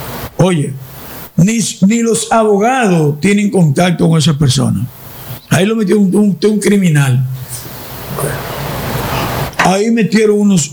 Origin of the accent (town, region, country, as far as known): Dominican Republic